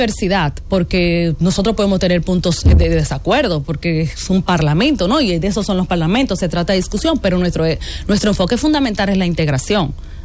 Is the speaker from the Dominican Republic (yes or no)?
yes; Dominican Republic; cómo podemos nosotros como dominicanos y como región poder integrarnos